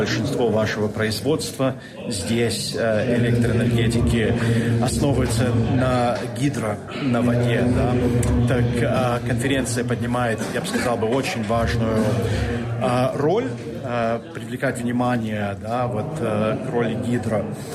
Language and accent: Russian; Brussels, Brussels-Capital Region, Belgium; Я из Брюсселя.